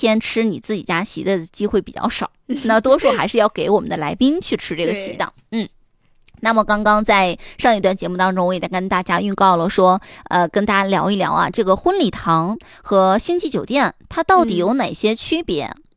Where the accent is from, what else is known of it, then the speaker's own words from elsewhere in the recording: Northeast China, China; 而且呢我们东北人都好面嘛，